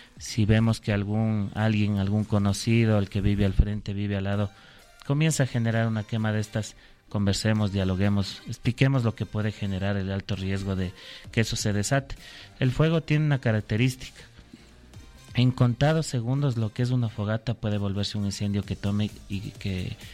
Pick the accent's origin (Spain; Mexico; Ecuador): Ecuador; Quito, Pichincha; como quiteñas y quiteños